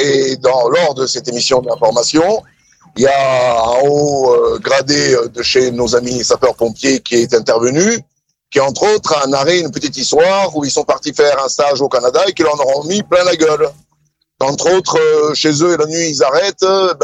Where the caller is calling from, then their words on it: Toulouse, Occitanie, France; je suis Toulousain